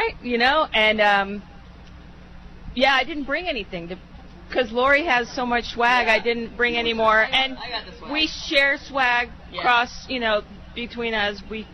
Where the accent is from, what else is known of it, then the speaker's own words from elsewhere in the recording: California, United States; I grew up in farm country, but I wasn't part of the 4-H crew back then. I grew up in Sonoma County and we have a huge, you know, dairy. Half my classmates had dairies.